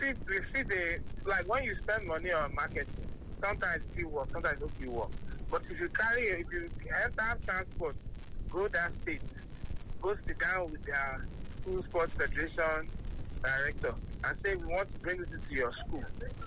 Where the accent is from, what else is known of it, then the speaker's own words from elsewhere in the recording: Enugu, Enugu State, Nigeria; Yes, I'm from Enugu.